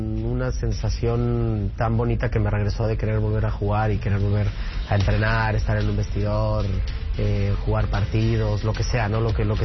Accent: Mexico; como mexicano yo creo que le vaya bien.

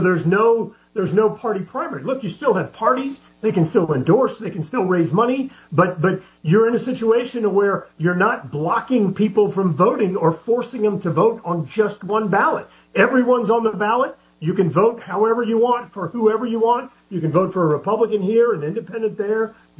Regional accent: Louisiana, United States; So look, first of all, I grew up in South Louisiana. We had open primaries my whole life

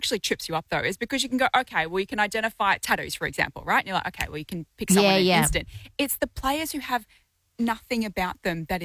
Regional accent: Brisbane, Queensland, Australia; growing up in Brisbane, we didn't go to AFL matches very often

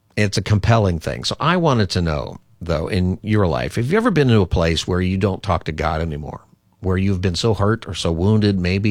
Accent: Palmdale, California, United States; Just in case there's an open house of that house I grew up in Palmdale, for example.

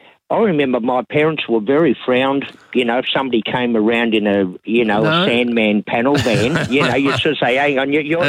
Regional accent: Geelong, Victoria, Australia; Now, we're from Geelong, so we went up to Melbourne.

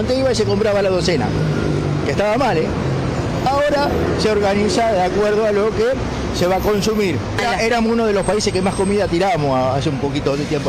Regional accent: Buenos Aires, Argentina; Soy de acá de Palermo.

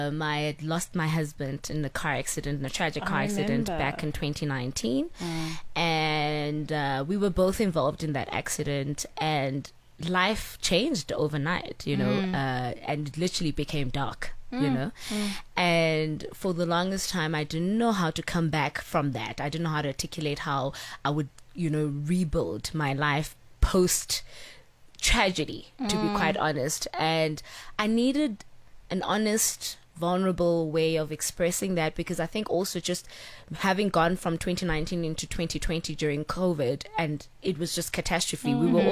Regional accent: Pretoria, Gauteng, South Africa; born there; also born or lived in East London, Eastern Cape / Potchefstroom; being born in the Eastern Cape in East London. Then my mom moved here. Then, you know, I grew up in Pretoria for a bit.

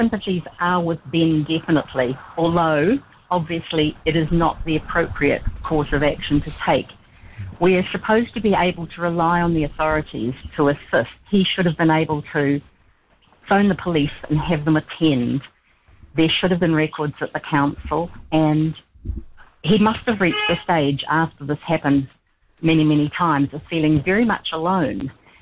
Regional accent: Auckland, New Zealand; I'm from Auckland, and I know that many the time boy racers or local lads have decided to have a go on a nearby roundabout

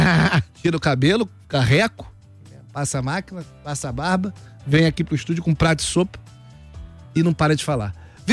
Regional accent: Rio de Janeiro, Brazil; É, não. Eu sou de Bangu.

